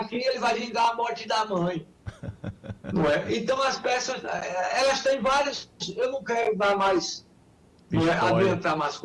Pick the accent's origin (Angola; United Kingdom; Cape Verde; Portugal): United Kingdom; London; now in Brazil; porque eu venho de Londres para o interior do Nordeste do Brasil, né?